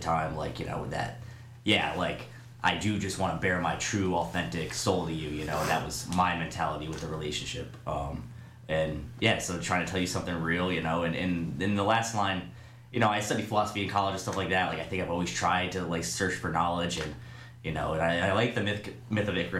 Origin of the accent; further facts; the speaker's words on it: Hudson Valley, New York, United States; moved away as an adult; now in Binghamton, United States; I grew up in the Hudson Valley